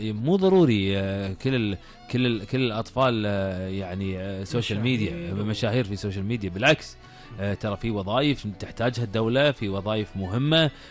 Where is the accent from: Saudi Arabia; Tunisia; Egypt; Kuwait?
Kuwait